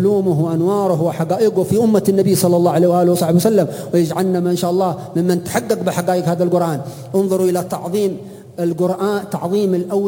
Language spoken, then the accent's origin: Arabic; Hadhramaut, Yemen; عندنا في حضرموت